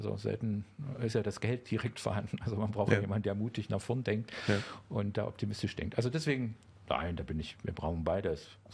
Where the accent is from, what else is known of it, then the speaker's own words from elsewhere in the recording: Saxony, Germany; now in Berlin, Germany; So, als Sachse war Berlin so weit weg, habe ich gesagt, da möchte ich nicht hin.